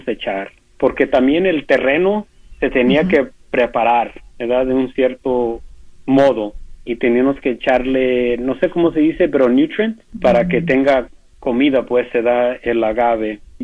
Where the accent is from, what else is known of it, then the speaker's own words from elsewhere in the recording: Mexico; como yo, como mexicano, me da mucho orgullo